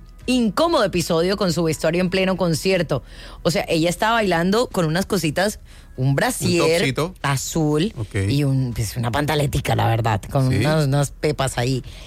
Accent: Colombia; Yo soy colombiana.

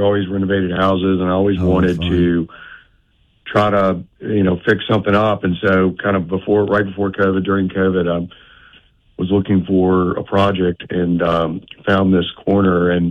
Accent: Birmingham, Alabama, United States; I was born and raised in Birmingham, loved the city, always fascinated by the city.

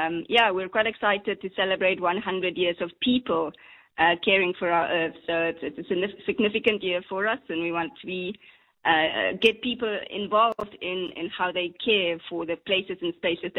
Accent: Northern Cape, South Africa; my heritage is from Namaqualand. I'm from the Namaqua people.

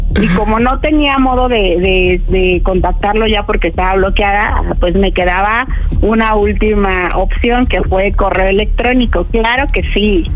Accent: Tlalpan, Mexico City, Mexico

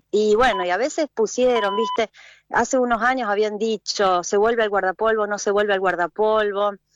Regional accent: Villa Allende, Córdoba, Argentina; moved away as an adult; now in Bergamo, Italy; Nací en Villa Allende y siempre viví a 2 cuadras de la clínica donde nací

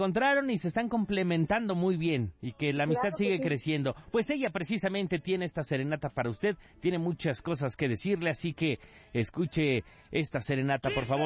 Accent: Mexico; somos mexicanos

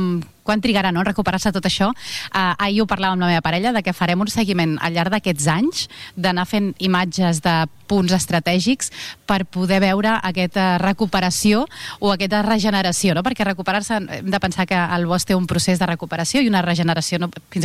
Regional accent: Rupià, Catalonia, Spain; al meu poble, a Rupià

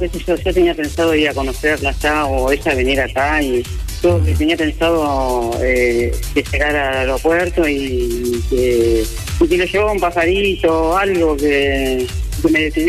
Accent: Puente La Noria, Buenos Aires Province, Argentina; Soy de acá, de Puente La Noria, Argentina, Loma de Zamora.

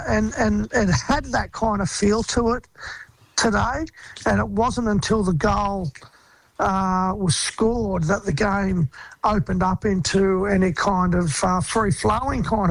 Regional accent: Australia; as a black Australian and a passionate Socceroos fan growing up

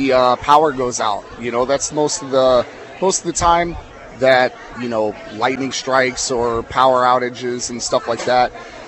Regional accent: Mount Pulaski, Illinois, United States; born there; now in Springfield, United States; I was born in Mount Pulaski.

